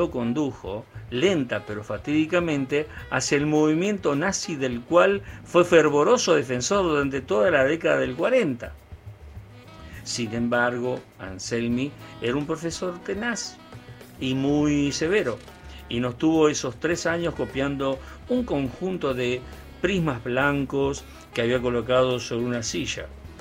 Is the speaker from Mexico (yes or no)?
no; El Trébol, Santa Fe, Argentina; producto de mis primeros y largos años en la escuela Doctor Antelo número 60 del Trébol, mi pueblo de crianza.